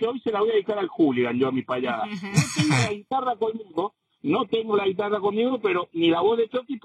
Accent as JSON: {"language": "Spanish", "town": "San Carlos", "region": "Mendoza", "country": "Argentina", "moved": "yes", "said": "Yo soy un pueblo que se llama San Carlos, ahí al oeste de Mendoza."}